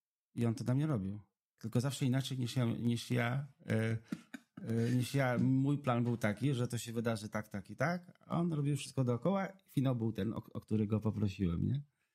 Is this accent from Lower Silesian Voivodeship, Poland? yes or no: no; Lublin, Lublin Voivodeship, Poland; moved away; w Lublinie, tam gdzie ja się wychowałem